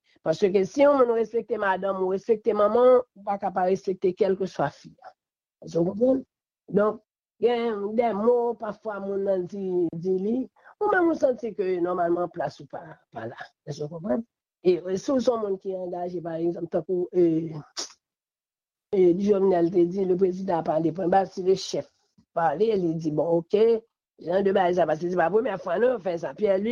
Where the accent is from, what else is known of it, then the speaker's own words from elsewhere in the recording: Haiti; Et je ne crois pas que c'est seul président Aristide, en tant que haïtien seulement, que nous gagnons.